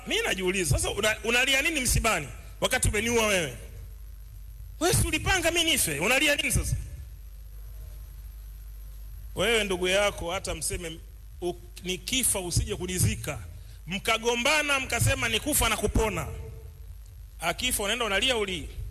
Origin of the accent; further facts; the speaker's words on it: Kilimanjaro, Tanzania; Sisi ni Wachaga wote, maduka kuwa tofauti, kuwa tofauti.